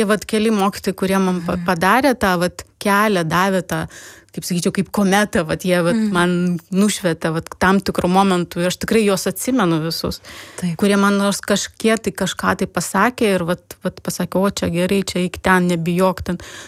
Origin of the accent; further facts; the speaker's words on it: Kaunas, Kaunas County, Lithuania; aš gimiau ir užaugau savo mylimam Kaune.